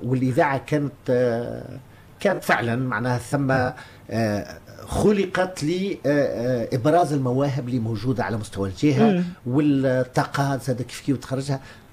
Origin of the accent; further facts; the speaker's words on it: Tataouine Governorate, Tunisia; أغلبية الجنوبيين هنا بالخاصة تطاوين كلهم في الغربة.